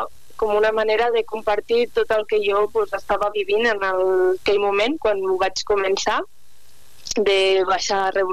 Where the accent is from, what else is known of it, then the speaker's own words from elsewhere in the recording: Barcelona, Catalonia, Spain; moved away as an adult; now in Oliana, Spain; jo soc de Barcelona de tota la vida, vaig néixer allà i, bueno, semblarà una mica tòpic, no?, però bàsicament vaig arribar a Oliana, a l'Alt Urgell, per amor.